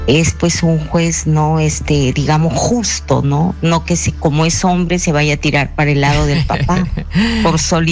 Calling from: Lambayeque, Peru; De Lambayeque.

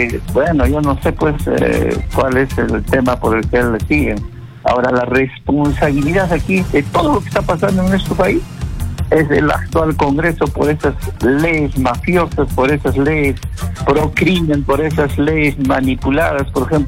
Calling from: Ayaviri, Puno, Peru; llamo desde Ayaviri.

